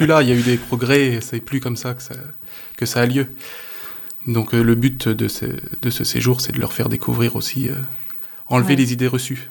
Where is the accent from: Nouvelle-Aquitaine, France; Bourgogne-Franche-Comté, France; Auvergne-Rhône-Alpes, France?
Bourgogne-Franche-Comté, France; Nevers; Moi, je suis originaire de Nevers, à la base. Donc, j'ai une bonne connaissance de Nevers.